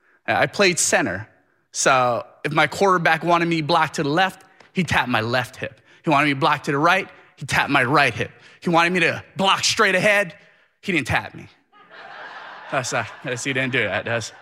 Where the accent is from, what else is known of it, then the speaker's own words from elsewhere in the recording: Hawaii, United States; I am Hawaiian, I am Filipino, I am from Hawaii.